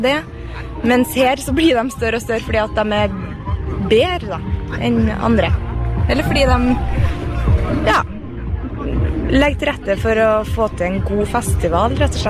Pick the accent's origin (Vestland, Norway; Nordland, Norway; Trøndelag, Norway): Trøndelag, Norway; Jo, jeg er trønder, ja.